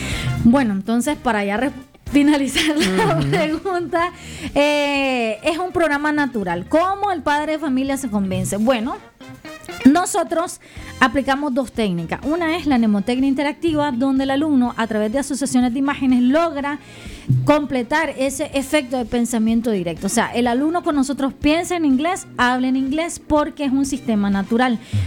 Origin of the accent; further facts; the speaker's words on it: Nicaragua; Como nicaragüense, lo digo como nicaragüense, sí, estamos acostumbrados a inscribirnos, sentarnos en un pupitre, que el profesor llegue y nos ponga una tarea.